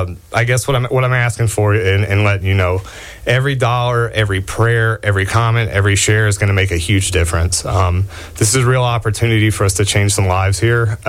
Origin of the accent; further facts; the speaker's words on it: Johnson City, Tennessee, United States; I'm from Johnson City, Tennessee